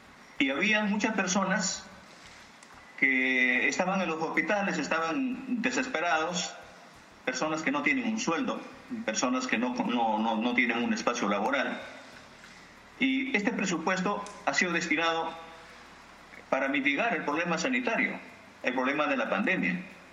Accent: Peru; vengo del Perú profundo, vengo de donde viene la necesidad

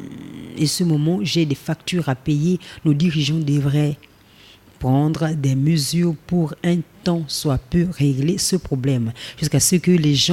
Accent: Gabon; Mais pourquoi nous rendre la tâche si difficile quand nous savons qu'en tant que Gabonais et agent de l'État, c'est notre droit d'avoir une pièce d'identité?

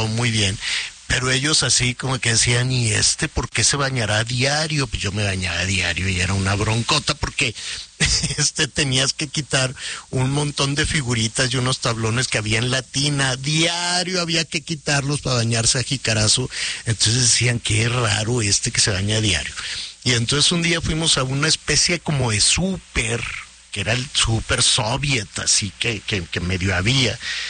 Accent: Mexico; Somos los mexicanos, ¿verdad? Cuando te encargan a alguien, lo primero que estás pensando en qué fregado le vas a dar de comer.

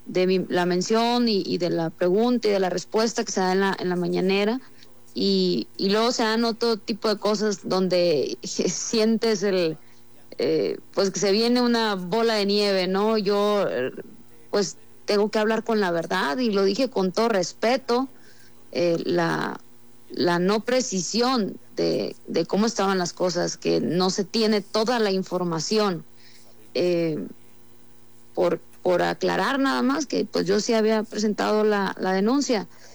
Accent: Sinaloa, Mexico; pues soy norteña, soy sinaloense, lo hago muy franco, muy directo, pero pues bueno, así

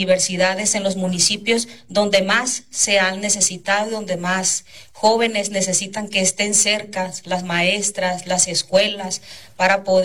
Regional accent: San Ignacio, Sinaloa, Mexico; moved away; yo vengo de una comunidad, soy de San Ignacio, y fue muy difícil salir de una comunidad tan pequeña a una ciudad grande

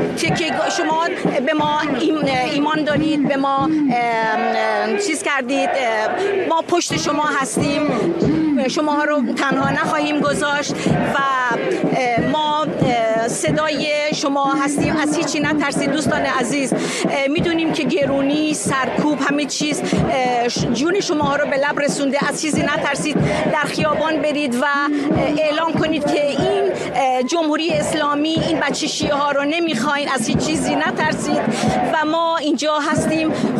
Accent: Iran; moved away

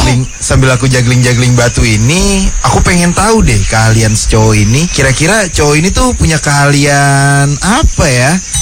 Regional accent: Kalimantan, Indonesia; aku asli Kalimantan.

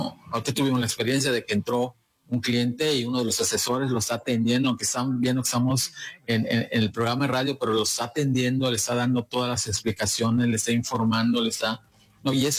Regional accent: Yucatán, Mexico; Los que somos yucatecos

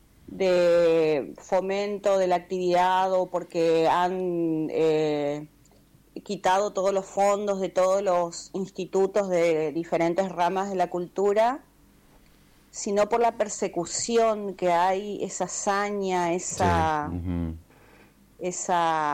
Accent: Argentina

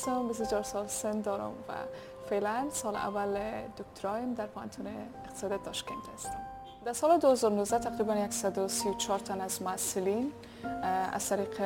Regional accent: Afghanistan; now in Central Asia

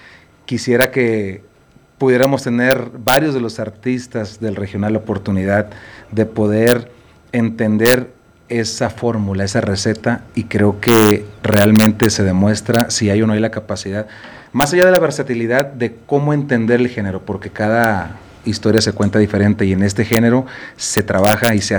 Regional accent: Mazatlán, Sinaloa, Mexico; Yo soy de Mazatlán, Sinaloa, orgullosamente mexicano.

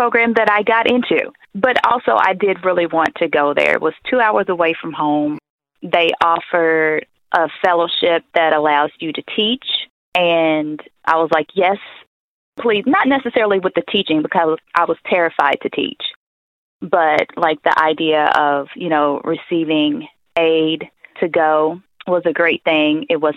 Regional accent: Kentucky, United States; also born or lived in Louisville, Kentucky; so I grew up really about in Gustin, Kentucky.

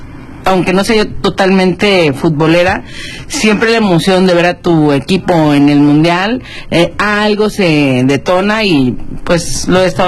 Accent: Baja California Sur, Mexico; estuve exponiendo junto con otros 20 artistas sudcalifornianos

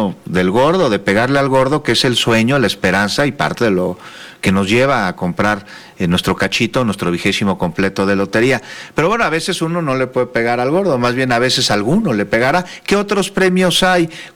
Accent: Mexico

